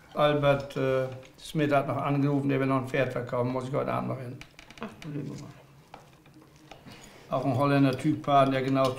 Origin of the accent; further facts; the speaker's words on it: Lower Saxony, Germany; Wir sind aus Friesen.